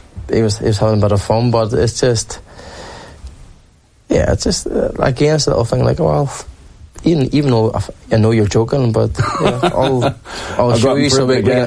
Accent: Derry, Northern Ireland, United Kingdom; Growing up in Derry as well, where like all my mates were drinkers from an early age

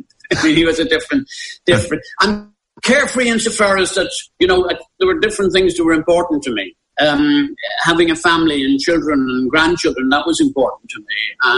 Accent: Ireland; I was born just after the war, and I must tell you, as an Irish person, I felt inferior. I had an inferiority complex when I went to England.

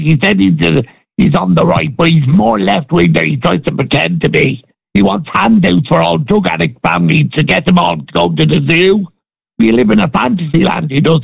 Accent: Dublin, Leinster, Ireland; born there; I came from Michael's estate, Niall, in Chicor, and I came from a big family

